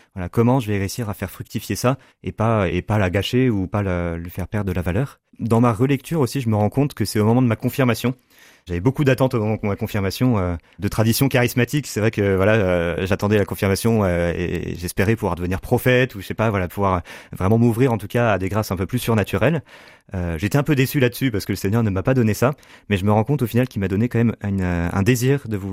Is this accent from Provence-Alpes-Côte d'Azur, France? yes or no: no; Le Mans, Pays de la Loire, France; Moi, j'ai grandi au Mans, donc j'ai fait mon école-collège-lycée au Mans.